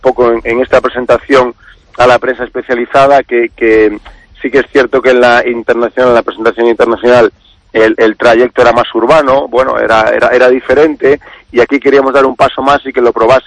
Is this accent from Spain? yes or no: yes; Galicia, Spain; Yo como gallego...